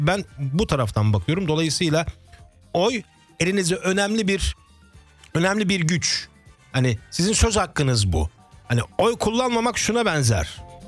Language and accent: Turkish; Germany; ben burada doğdum, burada büyüdüm